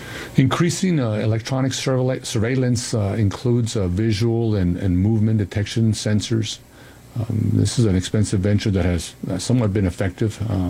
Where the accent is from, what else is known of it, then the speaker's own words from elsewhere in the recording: El Paso, Texas, United States; out here in the desert Southwest. He constantly expressed his frustrations and loved criticizing my hometown of El Paso.